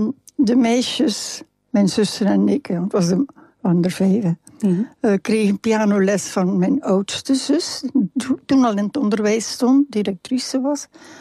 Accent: Flanders, Belgium; Ja, maar ik ben een Vlaming.

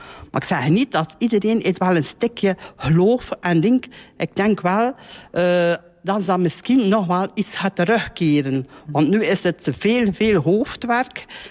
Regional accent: Moorslede, Flanders, Belgium; Ik ben hier geboren in Moorsleden en die vroeger het rusthuis is in Moorsleden. En dat was niet zoveel vroeger in de jaren. Ik ben in 59 geboren

